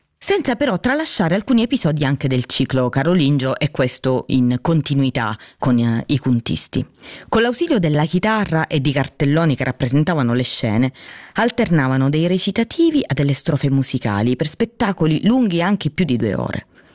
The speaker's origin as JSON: {"language": "Italian", "town": "Paternò", "region": "Sicily", "country": "Italy", "tie": "born there", "said": "sono nata a Paternò in provincia di Catania"}